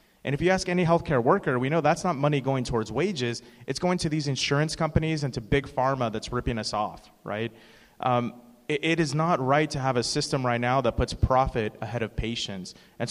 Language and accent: English; Bakersfield, California, United States; I'm the son of immigrants from Mexico, my dad from Michoacan, my mom from Guerrero, and I grew up in Bakersfield in a working class family.